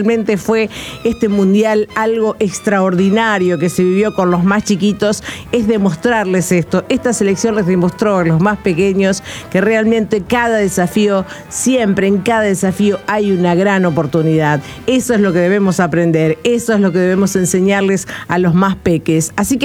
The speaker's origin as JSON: {"language": "Spanish", "country": "Argentina", "said": "como argentinos seguimos de pie"}